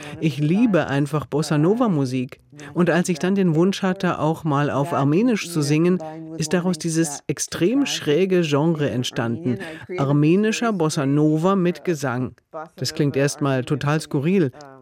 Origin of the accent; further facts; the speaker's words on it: Saudi Arabia; immer, wenn ich versuche, mit meiner Mutter darüber zu reden, wie nostalgisch ich bin und wie sehr ich meine Kindheit in Saudi-Arabien vermisse, zieht sie mich damit auf.